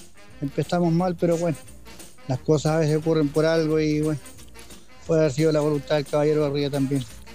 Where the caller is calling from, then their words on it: San Fernando, O'Higgins, Chile; San Fernando presente, reportando